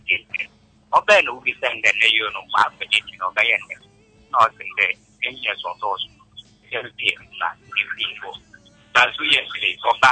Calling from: Onkotompo, Ghana; from Onkotompo.

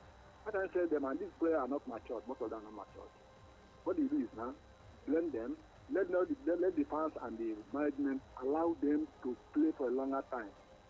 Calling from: Anambra, Nigeria; going to Bolola. I'm going from Anambra State.

